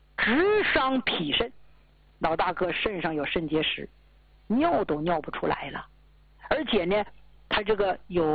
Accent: Jilin, China; 我说跟我关系不错，而且是我老家吉林那边的。

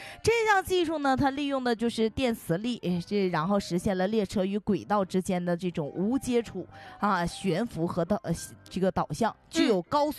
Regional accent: China; 因为它是首条线路嘛，还是值得我们中国人骄傲的啊。

